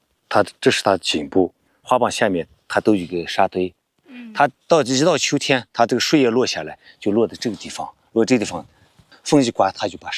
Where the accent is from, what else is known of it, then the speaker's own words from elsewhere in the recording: China; 我就出生在这个腾格里沙漠腹地，沙尘暴刮起那个遮天蔽日，一出门眼睛都睁不开的那种感觉